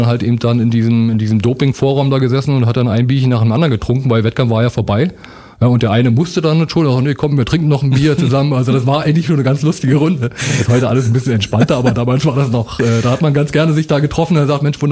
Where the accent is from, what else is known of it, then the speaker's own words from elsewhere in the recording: East Germany, Germany; Also er war noch Westdeutscher, ich war Ostdeutscher.